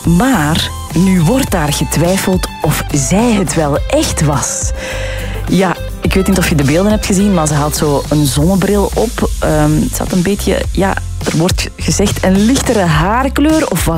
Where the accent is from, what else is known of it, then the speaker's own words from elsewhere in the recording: Belgium; Wij zijn altijd als Belgen zo een beetje voorzichtig, hè?